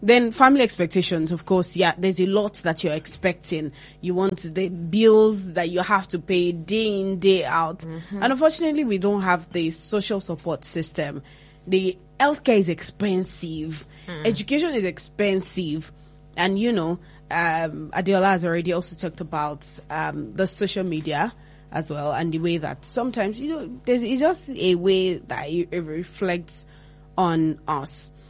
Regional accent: Nigeria; we Nigerian youths, we're not afraid to work

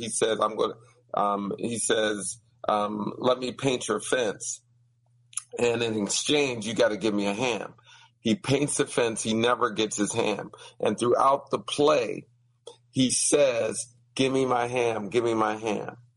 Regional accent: Pittsburgh, Pennsylvania, United States; I'm originally from Pittsburgh.

